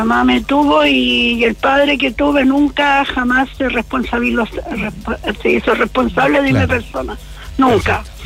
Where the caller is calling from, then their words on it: O'Higgins, Chile; De la orilla de Ahuquinco.